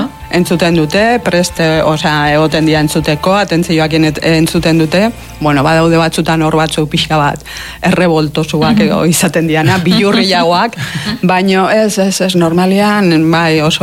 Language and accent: Basque; Errenteria, Basque Country, Spain; gure herrian, Errenterian, pues jendeantzako igual jokori gabeko egunean prestatu ditugu hitzaldiak